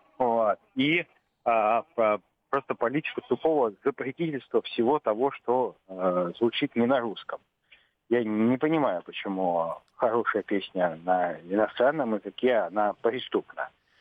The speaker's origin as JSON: {"language": "Russian", "region": "Saint Petersburg", "country": "Russia", "said": "Я из Санкт-Петербурга"}